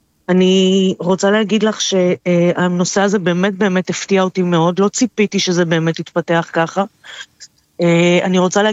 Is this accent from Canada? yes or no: no; Antwerp, Flanders, Belgium; Hebrew is a second language; now in Israel; קודם כל, אני הרבה מאוד שנים בארץ. עליתי מבלגיה, מאנטוורפן.